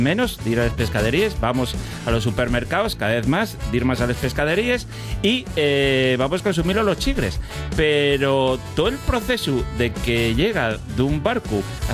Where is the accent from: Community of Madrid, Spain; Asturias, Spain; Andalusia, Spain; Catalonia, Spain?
Asturias, Spain; Avilés; soy de Avilés y de pequeño alguna vez llevóme para allá mi huelu